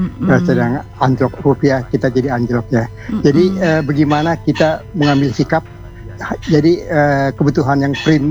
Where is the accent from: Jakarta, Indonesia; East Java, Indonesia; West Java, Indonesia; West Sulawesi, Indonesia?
Jakarta, Indonesia; born there; aku diberanakin di Betawi ya. Kalau Betawi bilang diberanakin ya.